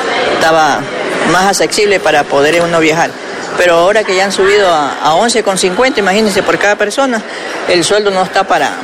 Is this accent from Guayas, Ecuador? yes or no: yes; Guayaquil, Guayas, Ecuador; No, yo soy de Guayaquil, pero estoy viviendo aquí.